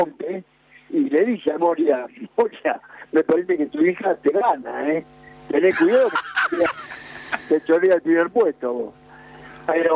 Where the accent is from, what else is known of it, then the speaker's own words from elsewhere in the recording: Argentina; Esperamos todos, los argentinos, que somos casi todos de Boca, que nos vaya muy bien en la Sudamericana